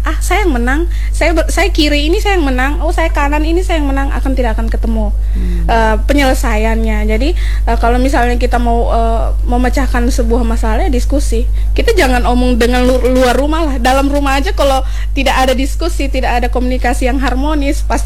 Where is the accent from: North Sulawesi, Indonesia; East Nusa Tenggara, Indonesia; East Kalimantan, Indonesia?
East Nusa Tenggara, Indonesia; Alor; Karena memang di Alor itu, saya kebetulan dari Alor, di Alor itu kami bahkan dalam satu rumah itu banyak agamanya, bahasanya seperti itu.